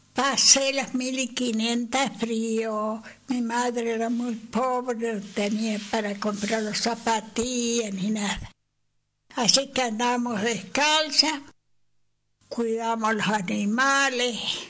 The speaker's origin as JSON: {"language": "Spanish", "town": "Las Lechucitas", "region": "Córdoba", "country": "Argentina", "tie": "born or raised there", "said": "Nací en Las Lechucitas."}